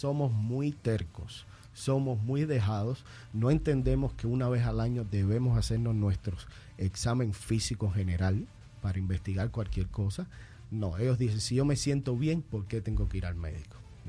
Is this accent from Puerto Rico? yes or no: no; Cuba; now in Las Vegas, United States; En Cuba, de donde soy